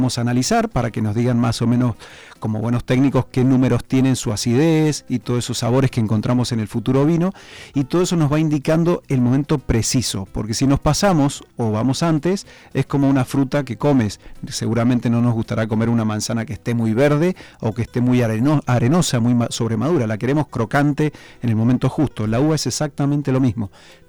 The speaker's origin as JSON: {"language": "Spanish", "country": "Argentina", "moved": "yes", "lives_now": "Spain", "said": "volviendo a mi tierra, Argentina"}